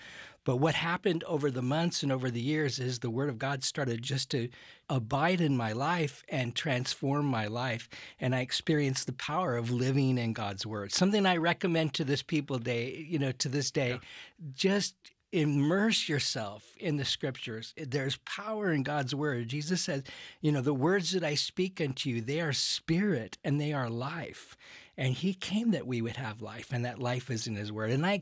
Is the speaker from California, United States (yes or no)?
yes; California, United States; moved away; also born or lived in Arizona; I grew up kind of well-off America. I grew up in California, moved to Arizona, had a very powerful salvation experience about age 17 back in the 70s.